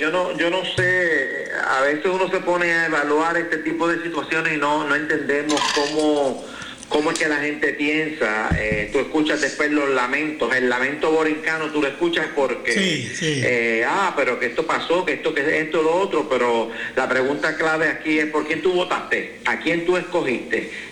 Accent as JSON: {"language": "Spanish", "country": "Puerto Rico", "said": "Nosotros como puertorriqueños nos emocionamos demasiado de mucho con muchas cosas"}